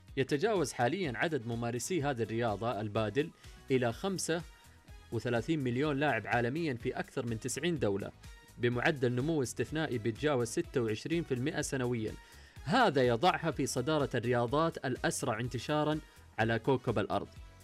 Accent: Saudi Arabia

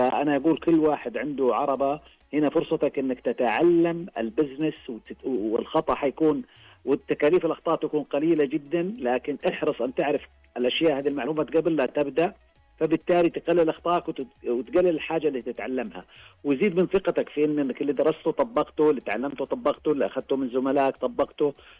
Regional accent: Saudi Arabia

